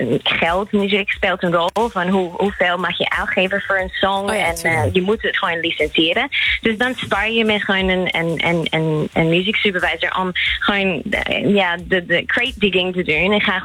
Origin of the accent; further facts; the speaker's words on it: Australia; Dutch is a second language; Nee, ik kom uit Australië.